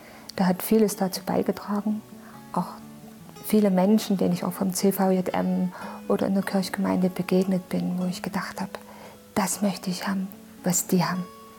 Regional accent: Chemnitz, Saxony, Germany; ich komme aus Chemnitz und ich wohne schon 25 Jahre hier, seitdem ich verheiratet bin.

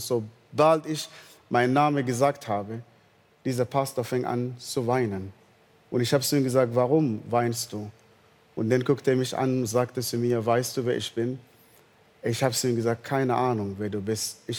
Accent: Northern Sudan, Sudan; German is a second language; moved away; Ich bin im Nordsudan geboren, aufgewachsen.

